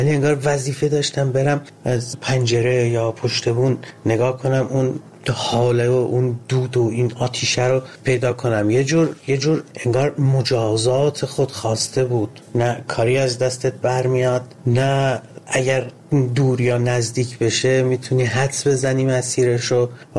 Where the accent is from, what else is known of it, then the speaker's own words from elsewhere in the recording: Ahvaz, Khuzestan, Iran; من کودکیم توی جنگ گذروندم، اهواز، و در تمام طول 8 سال جنگ من با این سیر افزایشی بمباران ها بزرگ می شدم.